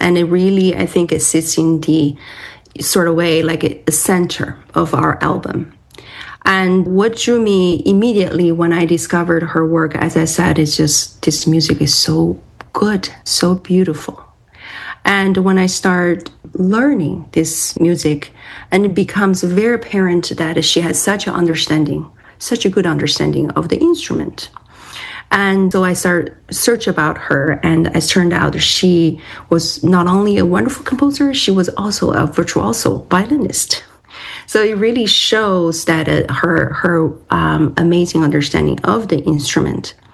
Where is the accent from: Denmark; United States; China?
China; moved away; as I grew up in China